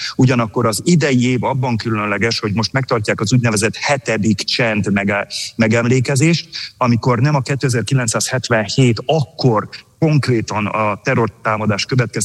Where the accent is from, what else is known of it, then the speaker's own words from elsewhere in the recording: Budapest, Hungary; now in United States; A légi közlekedés itt az Egyesült Államokban kis túlzással olyan, mint otthon Budapesten a 4-es-6-os villamos.